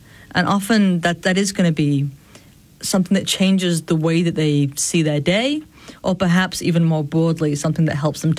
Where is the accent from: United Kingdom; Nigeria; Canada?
United Kingdom; Sheffield, Yorkshire and the Humber; now in North Carolina, United States; Sheffield in Northern England.